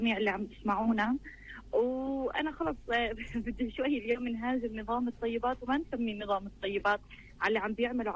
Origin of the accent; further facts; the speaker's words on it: Palestine; بالذات عندنا بفلسطين، لانه عندنا وعي وعندنا نسبة متعلمين جدا عالية